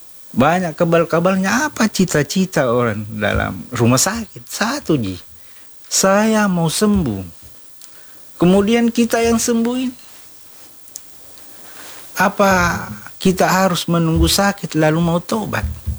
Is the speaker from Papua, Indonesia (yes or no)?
no; South Sulawesi, Indonesia; kita sebagai Bugis Makassar sebelum dan sesudah Ramadan itu pergi ziarah kubur.